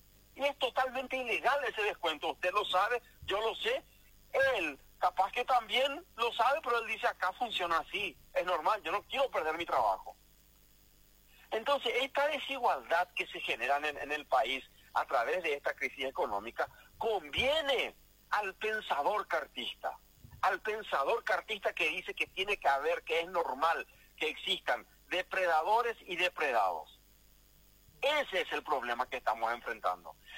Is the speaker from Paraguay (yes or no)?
yes; Paraguay; deberían tener las mismas oportunidades que tengo yo como paraguayo